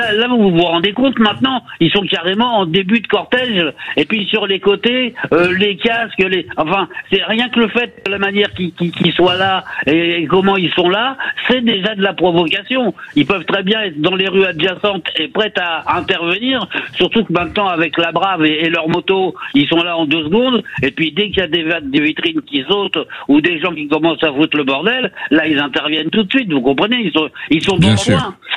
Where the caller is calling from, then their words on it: Montreuil, Île-de-France, France; Bonjour, de Montreuil.